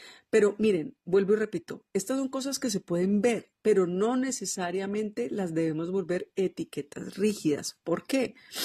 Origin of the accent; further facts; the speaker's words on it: Colombia; en mi país, en Colombia